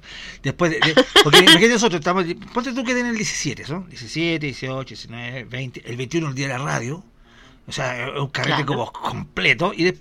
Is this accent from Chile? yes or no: yes; Chile; somos chilenos